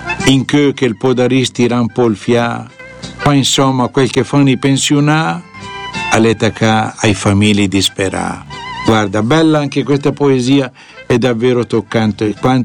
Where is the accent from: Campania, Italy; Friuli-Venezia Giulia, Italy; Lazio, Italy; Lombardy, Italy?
Lombardy, Italy; Cassina Ferrara; sapete che sono della Cassina